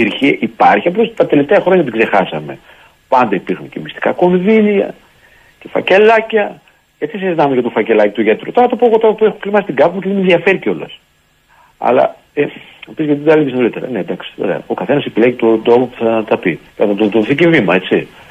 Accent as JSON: {"language": "Greek", "area": "Tzoumerka", "region": "Epirus", "country": "Greece", "said": "λέμε στο χωριό μου, στην Ήπειρο, στα ορεινά και στα Τζουμέρκα τα ορεινά."}